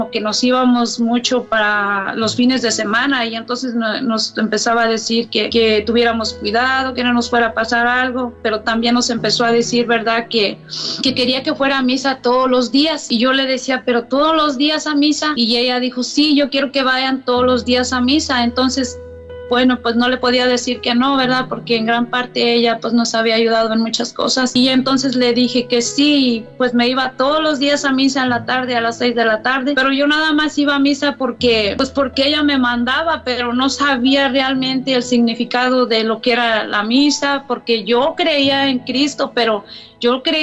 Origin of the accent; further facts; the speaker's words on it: Mexico; moved away; Entonces yo como quiera ya me vine de México y allá sí iba a misa, pero ya cuando llegué yo aquí ya casi nunca iba a misa.